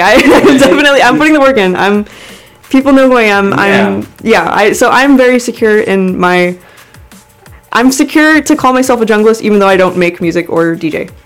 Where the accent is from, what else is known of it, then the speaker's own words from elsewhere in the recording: Florida, United States; born there; moved away; also born or lived in Ozone Park, Queens, New York; I'm Guyanese and Puerto Rican, so that really is a combination that can only happen here. I grew up between here and Florida, so I'd spend all my summers in New York, and I went to school in Florida